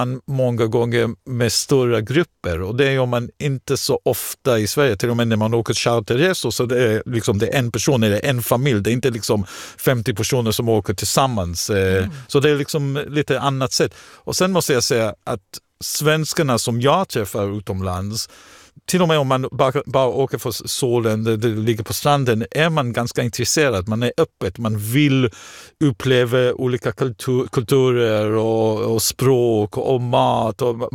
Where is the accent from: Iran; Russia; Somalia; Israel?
Israel; now in Sweden; Jag kom från Israel, och Israel reser man också mycket, men på ett helt annat sätt.